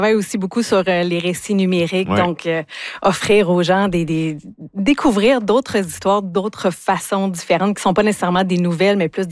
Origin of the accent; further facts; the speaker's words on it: Val-d'Or, Quebec, Canada; born there; also born or lived in Sherbrooke; Je suis née à Val-d'Or.